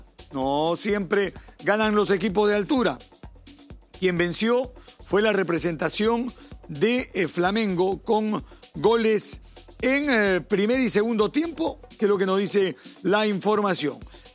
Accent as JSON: {"language": "Spanish", "region": "Callao", "country": "Peru", "tie": "born there", "said": "Yo nací en el Callao, pues. Yo he nacido en la calle Colina, ¿no es cierto?"}